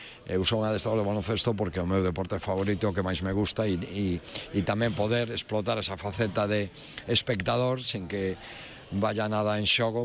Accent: Galicia, Spain; Como galego, como adestrador de baloncesto, pues moi ledo.

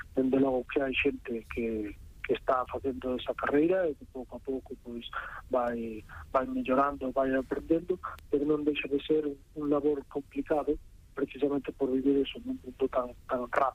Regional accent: Santipián, Galicia, Spain; un dos que fixen aquí na miña terra, en Santipián, na Mariña.

